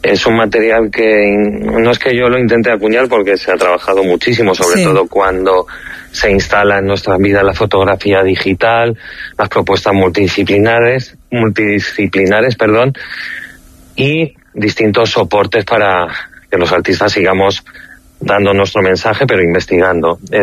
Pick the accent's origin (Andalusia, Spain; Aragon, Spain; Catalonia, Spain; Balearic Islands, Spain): Balearic Islands, Spain; Palma de Mallorca; born there; moved away; yo salí de mi isla, de Palma de Mallorca, el lugar donde nací, donde hay una naturaleza exultante, está rodeado de color, de estimulación